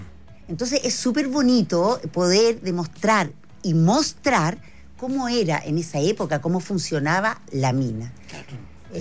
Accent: Chile; nosotros que somos chilenos

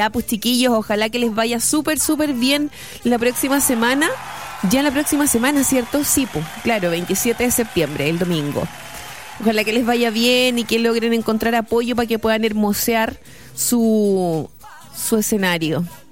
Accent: Chile; aquí somos chilenos todos

